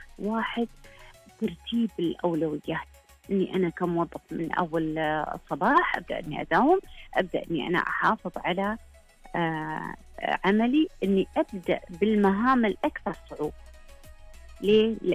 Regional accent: Saudi Arabia; عندنا في المملكة العربية السعودية

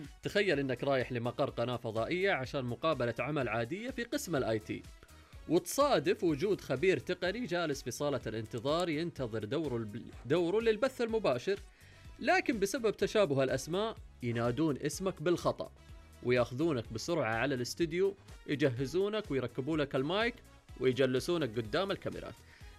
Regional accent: Saudi Arabia

